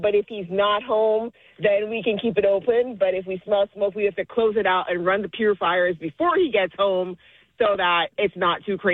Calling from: Maryland, United States; I'm in Maryland.

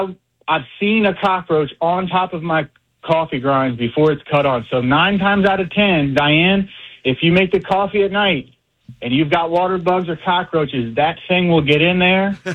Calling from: Midlothian, Virginia, United States; Where I live in Midlothian

